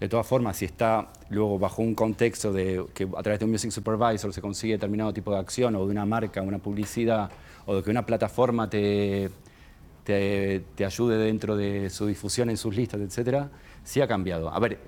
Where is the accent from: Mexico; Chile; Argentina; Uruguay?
Argentina; moved away as an adult; now in Spain; yo soy argentino, llevo 28 años viviendo aquí